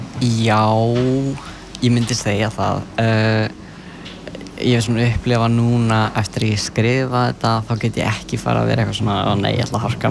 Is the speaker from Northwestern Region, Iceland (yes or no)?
yes; Sörbær, Northwestern Region, Iceland; Vatnsnes, þetta er nes bara fyrir ofan Hvammstanga eiginlega, þess að norðara Hvammstanga. Og ég er frá Sörbæ á Vatnsnesi.